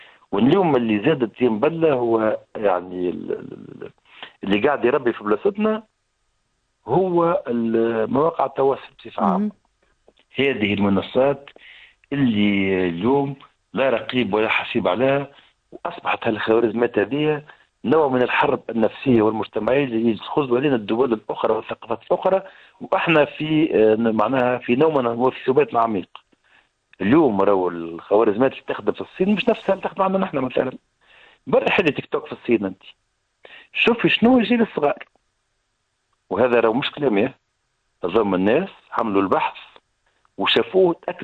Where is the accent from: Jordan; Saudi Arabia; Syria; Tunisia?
Tunisia; أيضا التربية عندنا في تونس مبنية إلى المجهول